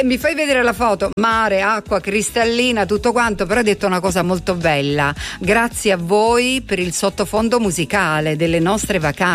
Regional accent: Lecce, Apulia, Italy; sono leccese.

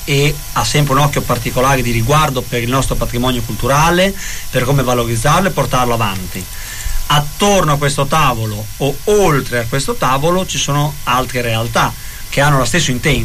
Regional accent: Bologna, Emilia-Romagna, Italy

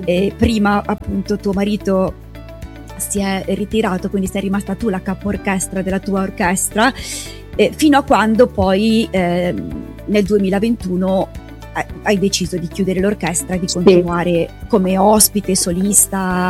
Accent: Liguria, Italy; moved away; also born or lived in Piacenza; Io sono andata a abitare molto lontano, sono tornata in Liguria, nella mia città, il mio paese

